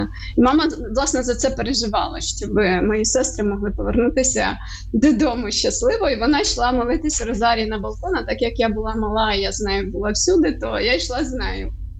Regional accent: Chornomorsk, Odesa Oblast, Ukraine; Так, я народилася в місті Іллічівськ, на той момент зараз це Чорноморськ.

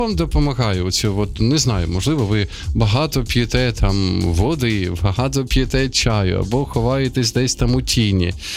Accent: Sumy, Sumy Oblast, Ukraine; в Сумах ми в моєму рідному місті

